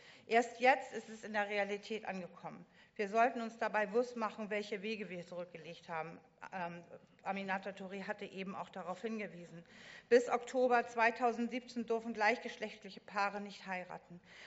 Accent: Lübeck, Schleswig-Holstein, Germany; So, nebenbei in meiner Heimatstadt Lübeck wurde in diesem Jahr eine Rekordzahl von über 10.000 Teilnehmern gemeldet.

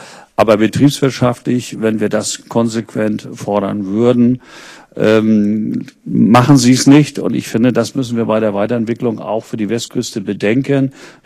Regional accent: Schleswig-Holstein, Germany; Ja, ich bin ja aus Dithmarschen und habe ja auch die Rissserie 2018-2019 noch in guter Erinnerung.

